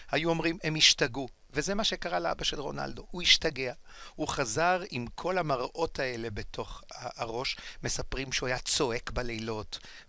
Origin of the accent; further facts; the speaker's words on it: Porto, Norte, Portugal; now in Israel; בפורטו, בעיר מולדתי.